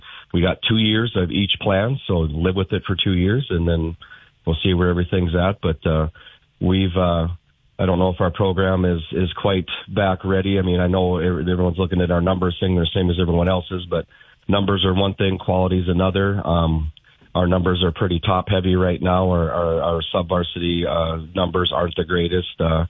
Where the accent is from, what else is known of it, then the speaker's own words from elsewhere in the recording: Twin Cities, Minnesota, United States; When I grew up in the Twin Cities in 1992, Minnetonka was big school football, and that was my high school, was also big school football.